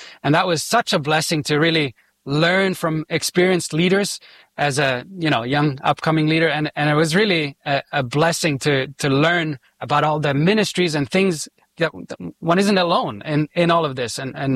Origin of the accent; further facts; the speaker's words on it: Switzerland; Yeah, so I grew up in Switzerland. Yeah, it's a secular country, and I was taught about evolution and all these things.